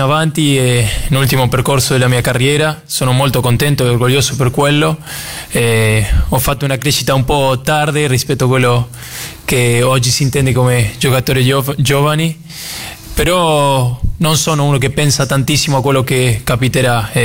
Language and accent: Italian; Argentina; Italian is a second language; moved away as an adult; now in Florence, Italy; siamo tutti e due di Argentina